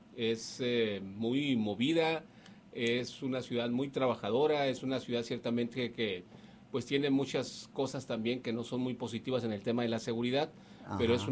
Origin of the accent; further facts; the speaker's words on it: Tijuana, Baja California, Mexico; born there; Yo nací en Tijuana, Baja California.